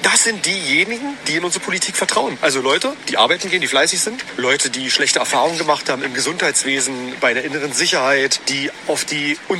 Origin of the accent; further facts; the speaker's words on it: Berlin, Germany; seine eigene Heimat, seine eigene Stadt nicht mehr wieder. Und das sage nicht nur ich, das sagen sehr viele alteingesessene Berliner.